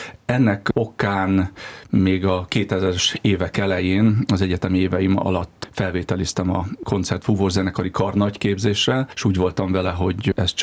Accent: Balassagyarmat, Nógrád, Hungary; a nagyapámat is, aki egy iskolát teremtett Balassagyarmaton, ahonnan én jövök

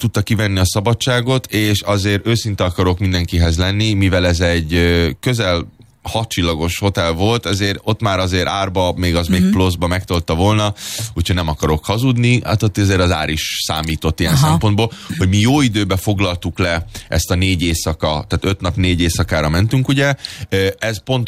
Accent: Budapest, Hungary; magyarként, meg úgy kis egyszerű kis budapesti ki cigányként

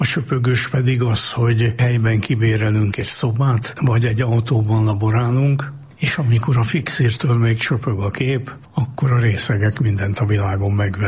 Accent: Budapest, Hungary; Nem, én abszolút 7. kerületi gyerek vagyok. Én 37 éves koromig abban lakásban laktam, ahol a gettóba születtem.

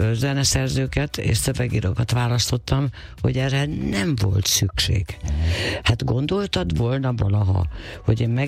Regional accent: Budapest, Hungary; moved away as an adult; én Sashalmon születtem, és ott laktam 28 évig.

